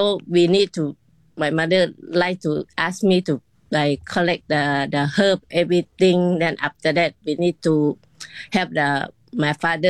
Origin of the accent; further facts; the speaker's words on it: Isan, Thailand; now in Singapore; I grew up in Isan